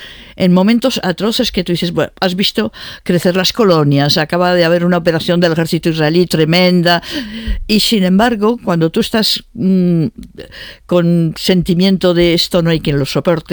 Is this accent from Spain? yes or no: yes; Spain; somos españoles.